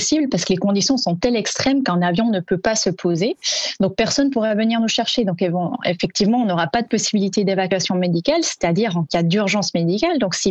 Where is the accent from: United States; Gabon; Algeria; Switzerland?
Switzerland; Vaud; moved away as an adult; also born or lived in Bern / Fribourg; now in Toulouse, France; Alors la Suisse, c'est mon pays natal. Je suis née et j'ai grandi en Suisse, dans le canton de Vaud. Et j'ai poursuivi mes études à Berne, à Fribourg, et ça fait maintenant un an que je travaille au MEDES pour l'Agence spatiale française à Toulouse, dans le sud.